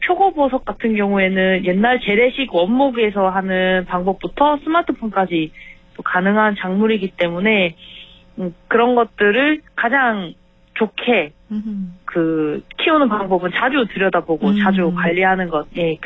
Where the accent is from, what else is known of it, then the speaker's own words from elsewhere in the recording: Busan, South Korea; moved away as an adult; now in Sangju, South Korea; 저는 부산이 고향이고요. 저희 상주는 아버지 고향으로